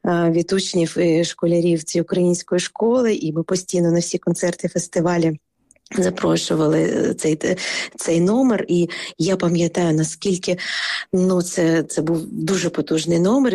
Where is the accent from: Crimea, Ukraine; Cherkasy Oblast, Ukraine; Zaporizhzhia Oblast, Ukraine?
Crimea, Ukraine; first language Crimean Tatar; Ukrainian is a second language; Мій рідний Крим, рідна кримсько-татарська мова та українська мова України. Я просто це, знаєте, з молокоматери, все, що стосується Криму і мого народу та традиції. Але Україна мене виростила, викормила і навчала